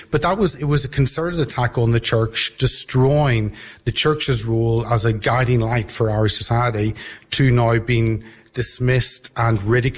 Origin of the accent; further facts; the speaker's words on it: Northern Ireland, United Kingdom; also born or lived in Dublin, Ireland / Limerick, Ireland; now in London, United Kingdom; I grew up in Northern Ireland, also grew up in the Republic in Dublin and Limerick.